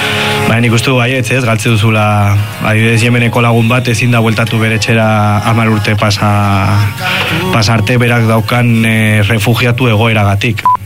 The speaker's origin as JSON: {"language": "Basque", "town": "Pamplona", "region": "Navarre", "country": "Spain", "tie": "born or raised there", "said": "Orduan ni ja herri hortatik kanpo nago eta Iruñan bizi izan, osea, bizi izan naiz eta jaio naiz"}